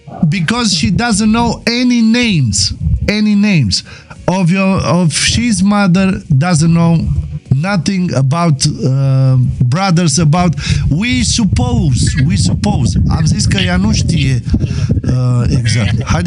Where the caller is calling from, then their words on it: Bucharest, Romania; Din București vă sun.